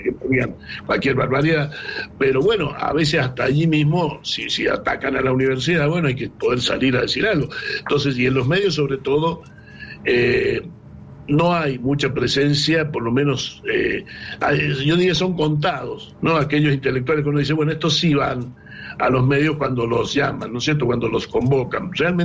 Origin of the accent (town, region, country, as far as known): Argentina